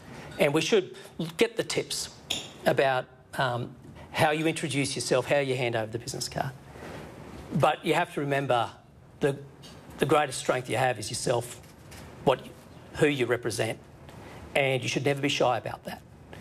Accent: Australia; I personally felt very touched as an Australian that he chose to come here first.

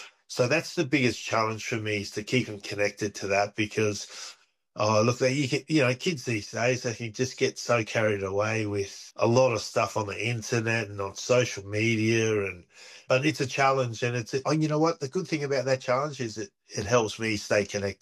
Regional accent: Australia; We like, I grew up in Australia, and I have that really, really Australian sense of humor.

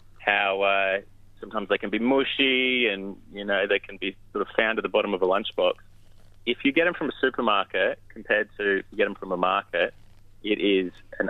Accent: Melbourne, Victoria, Australia; now in Adelaide, Australia; I'm from Melbourne originally. I don't tell many people this, so you're getting a lot out of me here.

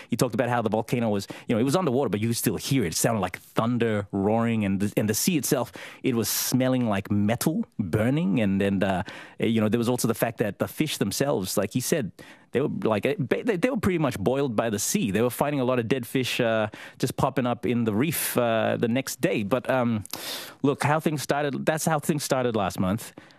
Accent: Rabaul, East New Britain, Papua New Guinea; I used to play with it as a child growing up in Rabaul.

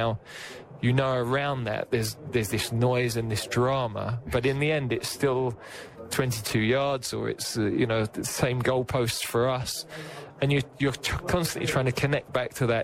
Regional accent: England, United Kingdom; that's not what I would expect as an Englishman of people, you know, in a privileged position to go and watch.

